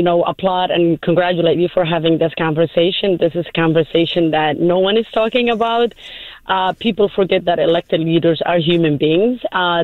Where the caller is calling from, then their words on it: Minneapolis, Minnesota, United States; I'm calling from Minneapolis.